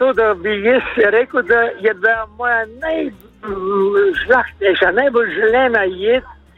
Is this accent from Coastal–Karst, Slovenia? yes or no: yes; Coastal–Karst, Slovenia; V glavnem smo jedli polento, jaz sem doma z Koprskega.